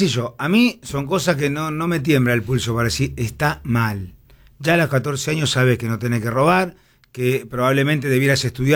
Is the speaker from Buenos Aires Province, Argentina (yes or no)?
yes; San Antonio de Padua, Buenos Aires Province, Argentina; also born or lived in Libertad, Merlo; Bueno, mi conurbano, imagínate, yo sí nacido en Libertad, Merlo, después me crié también, estuve en San Antonio de Padua, o sea, tengo el recorrido.